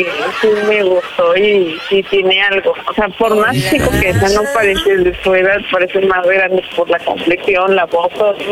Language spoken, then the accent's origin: Spanish; Mexico City, Mexico; Tengo 29 y soy de la Ciudad de México.